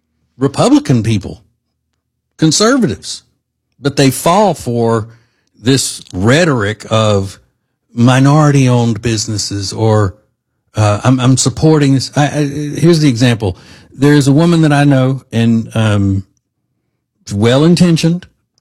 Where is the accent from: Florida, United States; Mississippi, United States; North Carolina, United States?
North Carolina, United States; Charlotte; I am from Charlotte, North Carolina. I do a talk show here at night